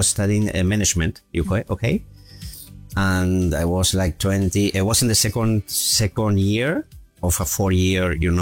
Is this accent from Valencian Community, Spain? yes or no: yes; Valencia, Valencian Community, Spain; first language German and Spanish; English is a second language; My father was German. My mother is from Spain. So I was born in Spain, in Valencia